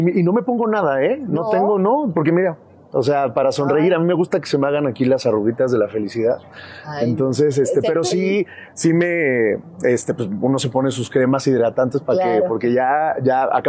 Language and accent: Spanish; Huamantla, Tlaxcala, Mexico; Pues vengo de Huamantla, o sea, al final como digo, es que uno sale del pueblo, pero el pueblo no sale de uno.